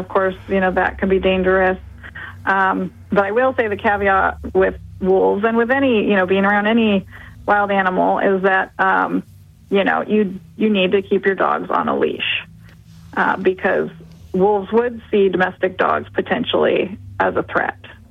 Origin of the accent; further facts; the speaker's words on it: California, United States; I grew up in El Dorado County where there have been, you know, unfortunately, some attacks on humans.